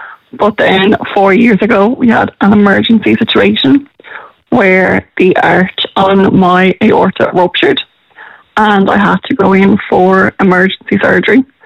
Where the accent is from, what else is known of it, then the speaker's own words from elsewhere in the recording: Arklow, Leinster, Ireland; My hometown, Arklow, has been tremendous.